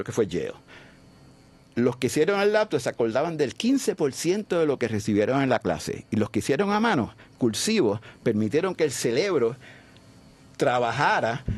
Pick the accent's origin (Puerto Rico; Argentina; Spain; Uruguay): Puerto Rico; San Juan; born there; moved away as an adult; also born or lived in New York; Yo nací en el 52 en Santurce. Me fui en el 78 a los Estados Unidos a seguir mi carrera como artista en Nueva York después de estar 8 años en el recinto de Río Piedras.